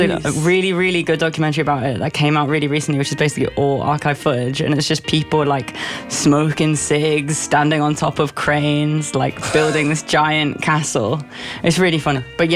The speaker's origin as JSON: {"language": "English", "town": "Sunderland", "region": "North East England", "country": "United Kingdom", "tie": "born or raised there", "said": "growing up in Sunderland, like near me was the Metro Centre, which is the biggest mall in Europe."}